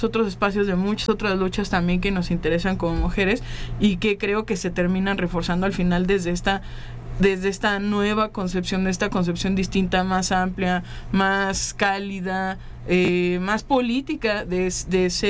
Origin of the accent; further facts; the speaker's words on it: Matehuala, San Luis Potosí, Mexico; Yo soy originaria de Matehuala, San Luis Potosí, que es un municipio en el altiplano potosino, pues donde, a ver, una comunidad relativamente pequeña